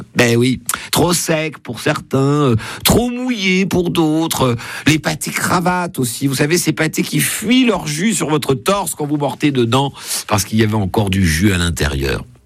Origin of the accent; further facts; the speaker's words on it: Grand Est, France; inventée chez nous, en Lorraine